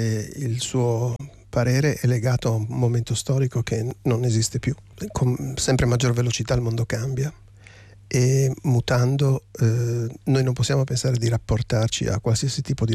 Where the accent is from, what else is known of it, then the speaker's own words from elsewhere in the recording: Friuli-Venezia Giulia, Italy; nelle zone in cui ha vissuto anche Pasolini, che sono le stesse zone da dove vengo io.